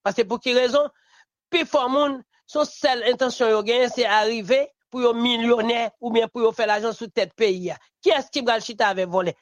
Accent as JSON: {"language": "French", "country": "Haiti"}